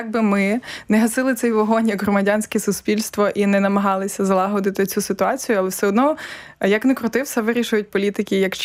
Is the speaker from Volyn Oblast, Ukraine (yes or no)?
yes; Lutsk, Volyn Oblast, Ukraine; Декілька років тому я зацікавилась питанням Волинської трагедії, тому що я з Луцька, село Руда, звідки моя бабуся, воно було під Польщею